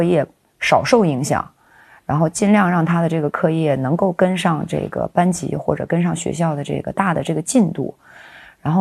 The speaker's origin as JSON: {"language": "Chinese", "region": "Northwest China", "country": "China", "tie": "born or raised there", "said": "那么我是西北长大的"}